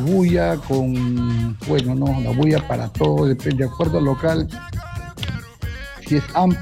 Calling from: Lima, Peru; Bueno, le hablo de El Cercado de Lima.

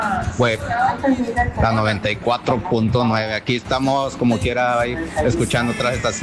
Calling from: Tampico, Tamaulipas, Mexico; Saludos cordiales desde el puerto de Tampico, Tamaulipas

